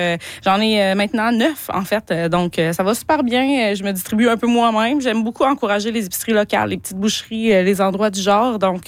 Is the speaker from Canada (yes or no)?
yes; Quebec, Canada; now in Sainte-Croix, Canada; T'sais, moi, j'ai cuisiné de la viande sauvage toute ma vie, vu que je viens de l'Abitibi, en fait.